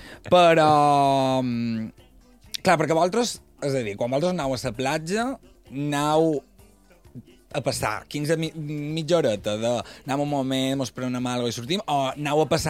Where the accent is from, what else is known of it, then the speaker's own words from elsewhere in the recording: Balearic Islands, Spain; Clar, a mi com a mallorquí no me passarà.